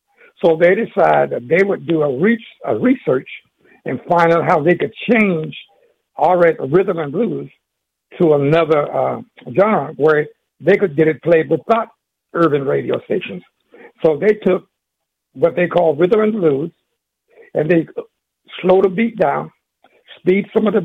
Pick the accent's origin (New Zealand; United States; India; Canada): United States; South Carolina; moved away as an adult; by living in South Carolina